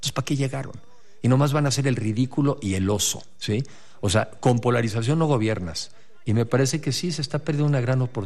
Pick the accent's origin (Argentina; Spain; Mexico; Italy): Mexico; que nosotros como mexicanos hagamos de esta fiesta una gran fiesta